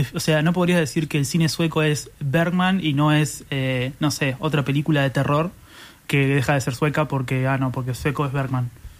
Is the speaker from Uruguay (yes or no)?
yes; Uruguay